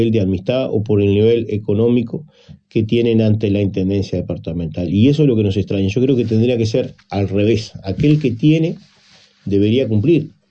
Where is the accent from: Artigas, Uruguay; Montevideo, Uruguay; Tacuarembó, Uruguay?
Artigas, Uruguay